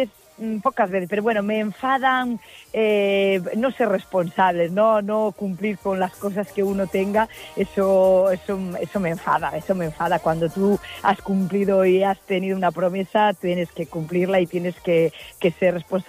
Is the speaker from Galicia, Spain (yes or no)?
yes; O Incio, Galicia, Spain; born there; me hace feliz estar en mi pueblo, en Oincio, con mi familia.